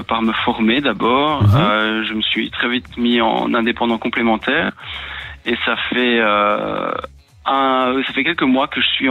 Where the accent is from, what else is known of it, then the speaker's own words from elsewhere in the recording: Virton, Wallonia, Belgium; now in Montgodinne, Belgium; Alors, effectivement, j'habite à Montgodine, mais je suis originaire de Virton.